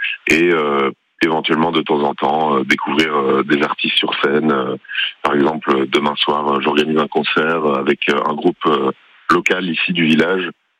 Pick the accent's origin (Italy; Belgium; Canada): Belgium; Brussels; now in France; Et moi, je viens de Belgique.